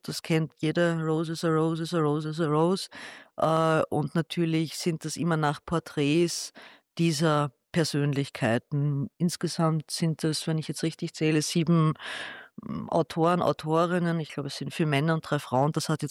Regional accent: Vienna, Austria; Ich selber bin ja Wienerin, also Josefstädterin und keine Kärntnerin. In mir fließt kein Kärntner Blut

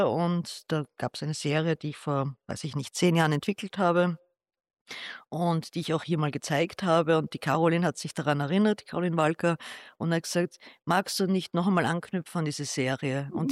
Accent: Vienna, Austria; Ich selber bin ja Wienerin, also Josefstädterin und keine Kärntnerin. In mir fließt kein Kärntner Blut

